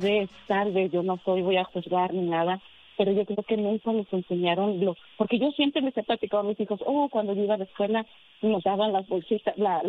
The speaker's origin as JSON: {"language": "Spanish", "region": "Durango", "country": "Mexico", "said": "haga de cuenta que mis hijos saben de México, porque yo soy de Durango y su papá de ellos es del DF."}